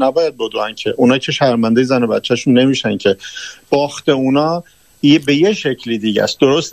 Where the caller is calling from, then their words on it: Iran; به عنوان یک ایرانی که وطنم رو دوست دارم